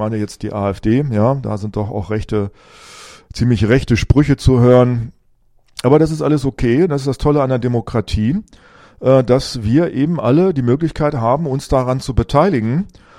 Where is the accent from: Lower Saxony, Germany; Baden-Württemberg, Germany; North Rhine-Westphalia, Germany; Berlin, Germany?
Lower Saxony, Germany; Hameln; Es war so schön dabei zu sein, dass diese echten Menschen zu sehen, Menschen aus meiner Heimatstadt, aus Hameln.